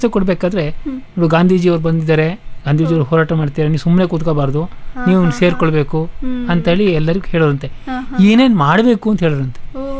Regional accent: Hosanagara, Karnataka, India; ನಾನು ಹೊಸನಗರದ ಓದ್ನವರೇ ಆದ್ರಿಂದ ಹೊಸನಗರದಲ್ಲಿ ಇದು ಹೇಗಿತ್ತು, ಹೇಗೆ ನಡೀತಿತ್ತು ಅಂದರೆ, ಹೊಸನಗರ ಒಂದು ತುಂಬ ಚಿಕ್ಕ ಹಳ್ಳಿನೇ ಆ ಲೆಕ್ಕದಲ್ಲಿ ಅವಾಗ, ಮತ್ತು ಸಾಕಷ್ಟು ಮುಳುಗಡೆಯಿಂದ ಮುಳುಗೋದಂಥ ಪ್ರದೇಶ.

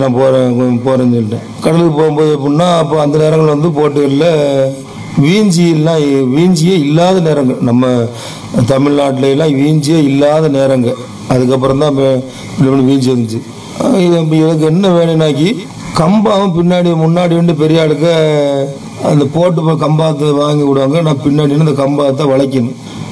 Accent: Pamban, Tamil Nadu, India; நான் பாமன் கிராமத்தை சேர்ந்தவன். எனக்கு வயசு இப்போ ஒரு 52 வயசு ஆகுது.

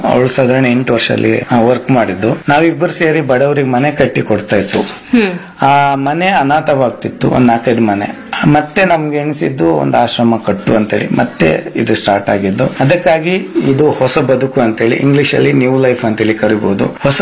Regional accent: Kundapura, Karnataka, India; accent: Kundapura Kannada; ಕುಂದಾಪುರದಂಗೆ ನಾನು ಮಾತಾಡಕ್ಕೆ, ಯಾಕಂದ್ರೆ ಕುಂದಾಪುರ ಬದಿಯವನೇ.

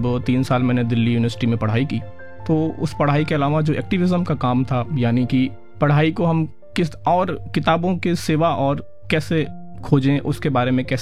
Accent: Gonda, Uttar Pradesh, India; moved away as an adult; now in Delhi, India; ये शुरुआत गोंडा से हुई, गोंडा जन्म स्थान रहा है, गोंडा मेरी शुरुआती जो पढ़ाई लिखाई है वो गोंडा की हुई, और गोंडा में भी पर्टिकुलरली अगर मैं बात करूँ तो मैं जिस क्षेत्र से बिलोंग करता हूँ वो है बेलसर।

